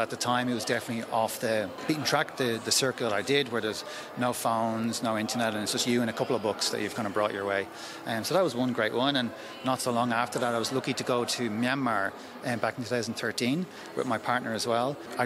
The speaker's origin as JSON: {"language": "English", "town": "Dublin", "region": "Leinster", "country": "Ireland", "moved": "yes", "lives_now": "Australia", "said": "So again, I try and make it back to Dublin when I can, and to see my family, of course, and bring the family with me as well. I'll always be Irish"}